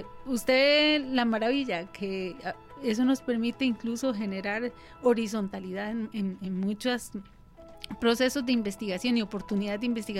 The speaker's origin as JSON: {"language": "Spanish", "country": "Costa Rica", "said": "Vamos a ver, en mi país, que es Costa Rica, que somos hermanos"}